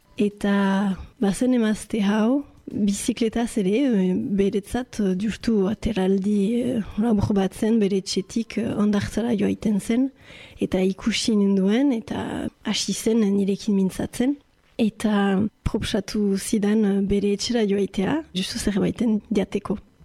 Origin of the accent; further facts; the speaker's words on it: Bayonne, Nouvelle-Aquitaine, France; Baionakoa naiz, eta bon, oztakit importantea den, ogoita amabost urte ditut.